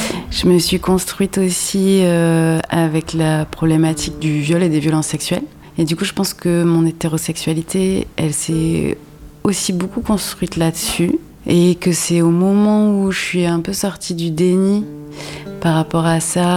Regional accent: Occitanie, France; born there; also born or lived in Montpellier; now in La Guépie, France; Et moi je suis originaire de vers Montpellier, entre Montpellier et Larzac quoi. C'était un milieu très rural. En fait en vrai j'ai grandi à Montpellier dans un squat jusqu'à mes 6-7 ans. Et puis ensuite, je suis partie dans un tout petit village avec ma maman, qui s'appelle Les Sals. C'est vers le plateau du Larzac, quoi.

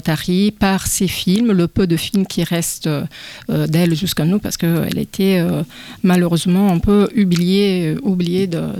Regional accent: Naples, Campania, Italy; now in Rennes, France; je suis napolitaine. Je suis née à Naples, j'ai grandi là-bas.

